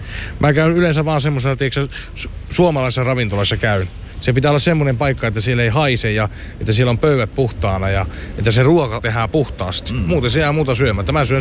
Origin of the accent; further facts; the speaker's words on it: Lohja, Uusimaa, Finland; ja mä oon Lohjalta.